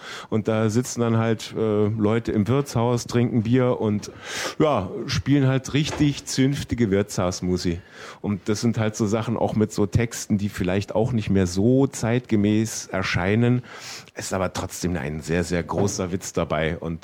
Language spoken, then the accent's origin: German; Berlin, Germany; ich bin in West-Berlin geboren worden und aufgewachsen. Und da wurde uns sozusagen der Heimatdialekt ausgetrieben.